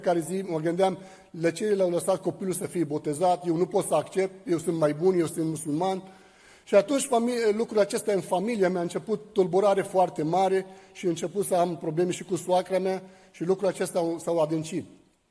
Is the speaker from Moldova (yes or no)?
no; Lebanon; moved away as an adult; now in Bucharest, Romania; sunt din Liban, m-am născut într-o familie de musulmani